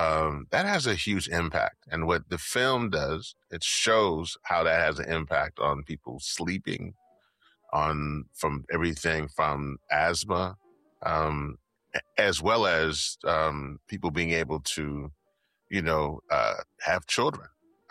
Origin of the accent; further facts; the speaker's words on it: Louisiana, United States; And so where I'm from Louisiana, and that's, for those who don't know, is in the United States of America. It's one of the 50 states down there on the Gulf Coast.